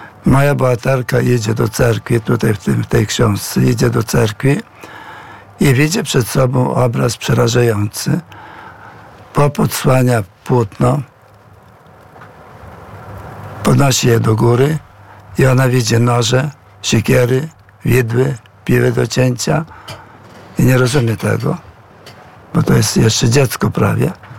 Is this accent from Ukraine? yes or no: yes; Ternopil Oblast, Ukraine; moved away; wieś Slawentyn, na wieś Szumlany, na wieś Boków. To są wioski rzutem kamienia od mojej wsi.